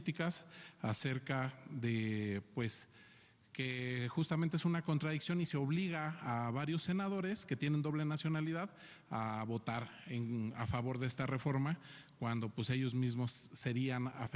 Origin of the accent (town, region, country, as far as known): Mexico